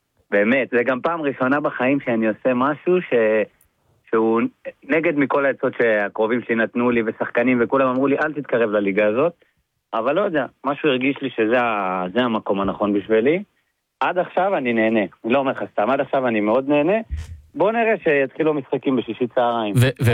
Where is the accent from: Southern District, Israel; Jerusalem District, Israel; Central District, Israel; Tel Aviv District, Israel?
Tel Aviv District, Israel; Givatayim; born there; אני יליד גבעתיים